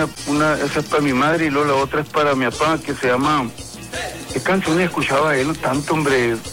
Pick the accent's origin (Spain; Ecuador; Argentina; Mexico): Mexico; Nogales, Sonora; mi pueblo, aquí en Nogales, en mis hermanos